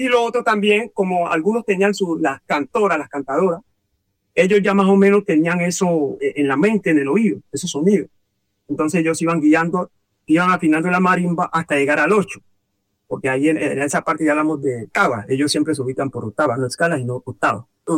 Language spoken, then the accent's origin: Spanish; Guapi, Cauca, Colombia; Soy de Huapicauca. Y me considero, pues, un hombre de mi territorio, de mi cultura y de esas tradiciones que nuestros mayores nos han dejado.